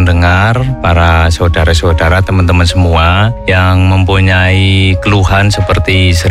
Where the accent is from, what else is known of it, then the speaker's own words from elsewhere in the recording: Karangkobar, Central Java, Indonesia; saya dari Tekik, RT 3 RW 3 Desa Sambang, Kecamatan Karangkobar, Pak.